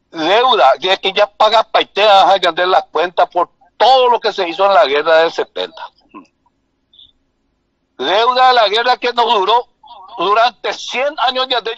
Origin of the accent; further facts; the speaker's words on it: Paraguay; Yo como paraguayo soy muy orgulloso